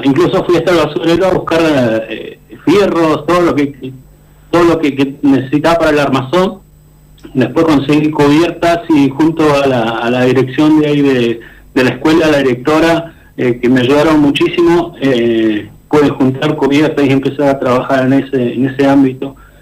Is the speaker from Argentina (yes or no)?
yes; Zapala, Neuquén, Argentina